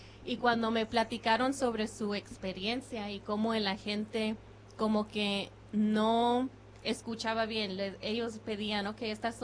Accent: Mexico; born there; pues, yo soy nacida en México también, ¿verdad?

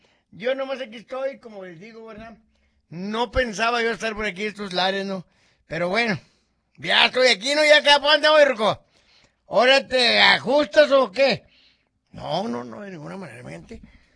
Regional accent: Mexico; moved away

